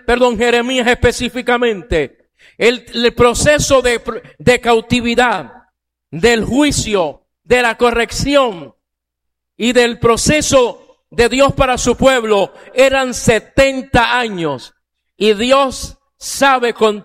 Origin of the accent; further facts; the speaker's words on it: Puerto Rico; le voy a hablar como buen puertorriqueño.